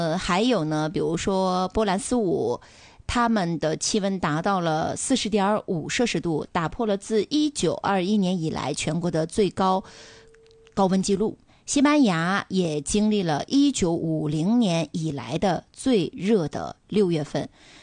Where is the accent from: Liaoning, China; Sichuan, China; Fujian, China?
Liaoning, China; Dalian; 所以我们作为大连人，我们觉得自己挺幸福的，